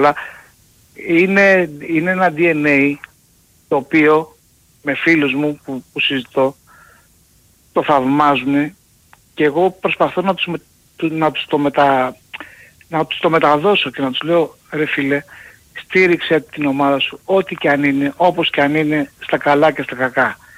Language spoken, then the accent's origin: Greek; Paiania, Attica, Greece; είμαι από την Παιανία.